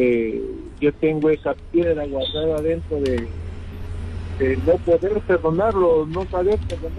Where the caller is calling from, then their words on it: Chiclayo, Lambayeque, Peru; Te saluda … de Chiclayo.